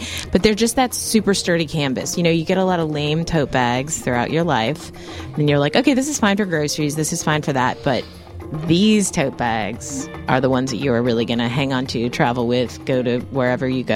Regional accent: Ohio, United States; now in New Orleans, United States; But I'm from Ohio

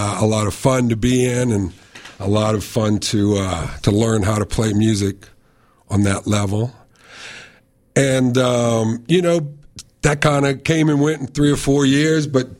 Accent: New Orleans, Louisiana, United States; born there; also born or lived in United Kingdom; I was born in New Orleans. I pretty much started my musical career in the UK, through busking and then on to skiffle bands

